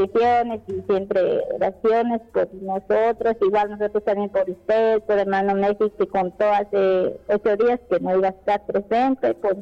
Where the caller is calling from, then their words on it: Quiché, Guatemala; Yo soy del Quiché.